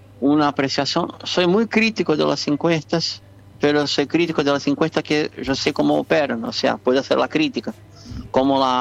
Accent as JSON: {"language": "Spanish", "region": "Rio de Janeiro", "country": "Brazil", "said": "Mirá, Gabriela comentó que yo vengo de Río, entonces estamos muy acostumbrados a recibir marinos yanquis y fusileros navales yanquis en Río"}